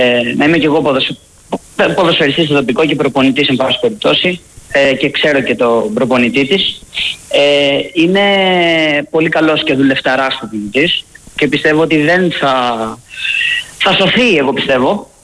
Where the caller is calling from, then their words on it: Peloponnese, Greece; εγώ πήγα σαν Πελοποννήσιος